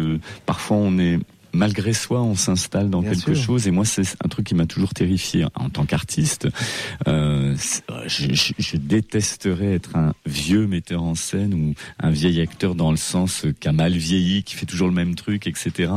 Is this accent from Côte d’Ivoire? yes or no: no; Avignon, Provence-Alpes-Côte d'Azur, France; born there; Ouais, je suis né dans le Hof, à Avignon.